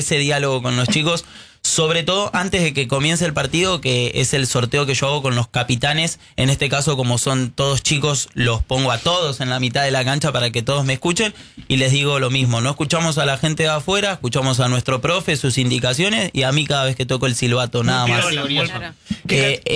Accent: Gregorio de Laferrère, Buenos Aires Province, Argentina; Bueno, yo soy de Gregorio de la Ferrere, de zona oeste, partido de La Matanza, y me formé dirigiendo en la liga AFO, que abarca todo lo que es el oeste.

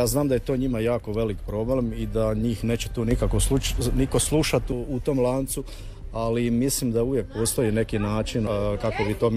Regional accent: Croatia

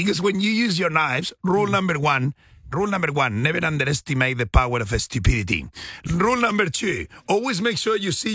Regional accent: Australia

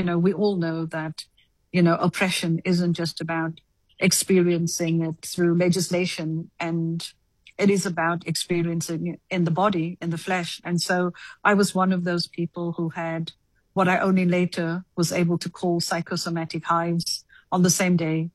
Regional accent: Cape Town, Western Cape, South Africa; also born or lived in District Six, Cape Town; we were forcibly removed to Lavender Hill on the 4th of August, 1973. So I grew up in Lavender Hill. I went to Steinberg High School.

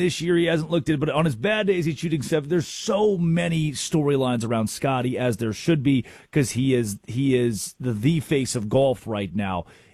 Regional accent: Arkansas, United States; Growing up in Arkansas, you know, Omaha was kind of the way of life.

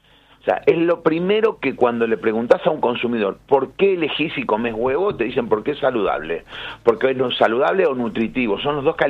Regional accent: Argentina

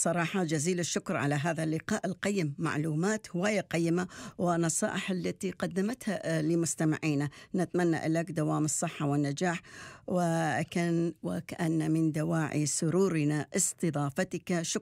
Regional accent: Mosul, Nineveh, Iraq; accent: Maslawi; مثلنا احنا بالقاف المصلاويين

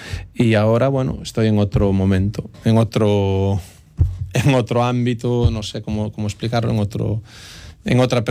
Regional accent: Verín, Galicia, Spain; yo soy de Verín

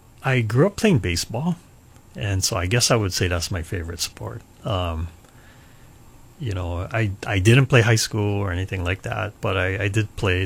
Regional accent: Hilo, Hawaii, United States; So I grew up actually on the Big Island, Hilo. I grew up in Hilo, born and raised there. I'm a graduate of Hilo High School. And as you just said, I attended the University of Hawaii.

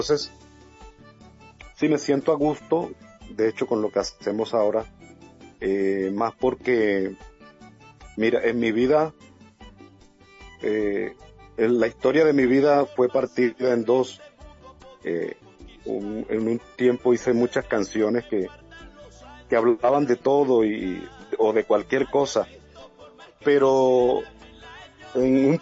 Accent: Majagual, Sucre, Colombia; Soy de Mahahual Sucre, eso es la subregión Mojana, el sur de Sucre, la Mojana se llama. En la tierra del arroz, lo conocen mucho. Y mis padres, cristianos desde cuna

